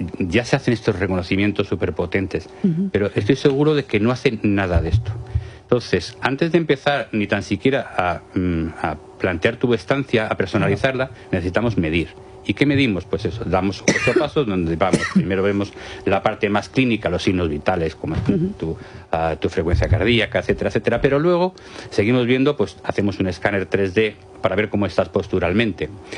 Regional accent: Madrid, Community of Madrid, Spain; now in Alicante, Spain; Yo soy madrileño, pero ya he afincado en Alicante hace mucho tiempo

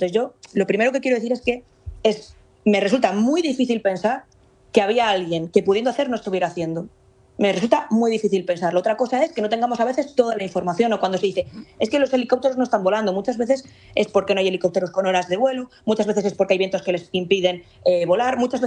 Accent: Castile and León, Spain; Pablo Fernández, que es de mi tierra, León

